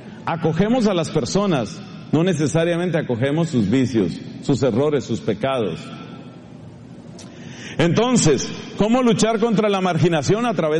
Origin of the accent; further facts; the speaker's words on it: Colombia; yo, como colombiano, le tengo mucho cariño al plátano